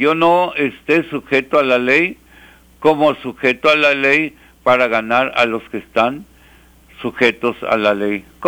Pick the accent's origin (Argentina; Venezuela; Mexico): Mexico; yo soy católico, soy apostólico y mexicano. Yo no soy de Roma, pero yo soy católico.